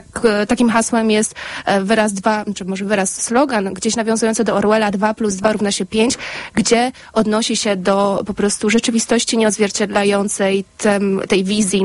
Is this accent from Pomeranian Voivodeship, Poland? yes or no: yes; Słupsk, Pomeranian Voivodeship, Poland; Ja pochodzę ze Słupska.